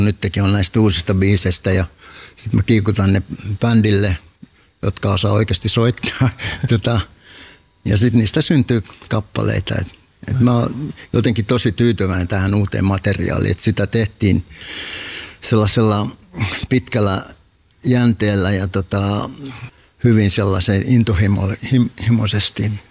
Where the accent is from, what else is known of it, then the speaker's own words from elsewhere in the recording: Hamina, Kymenlaakso, Finland; mä oon niinku tosi iloinen, että olen syntynyt Haminassa. Tietenkin mun vanhemmat oli evakoita, että se vähän kyllä se Viipurikin oli siellä niinku taustalla